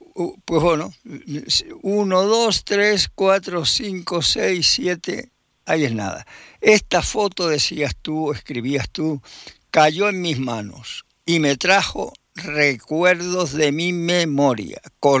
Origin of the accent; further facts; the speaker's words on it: Canary Islands, Spain; Pues trabajé en muchos pajeros en mi tierra, en mi casa, en Lanzarote, donde yo nací